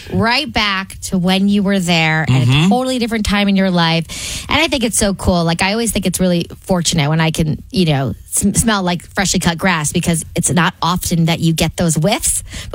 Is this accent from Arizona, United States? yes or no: no; New Jersey, United States; now in Las Vegas, United States; growing up in New Jersey. That's where I was born and raised majority of my life.